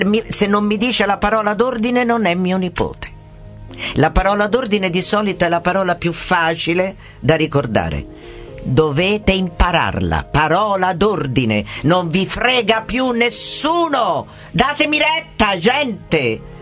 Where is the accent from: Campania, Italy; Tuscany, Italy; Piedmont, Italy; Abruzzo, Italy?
Tuscany, Italy; A noi ci dispiace, perché siamo toscani.